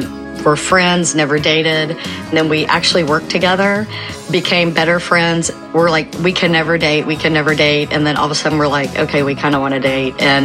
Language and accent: English; Oklahoma, United States; I grew up in Oklahoma, fourth generation Oklahomans, on both sides of my family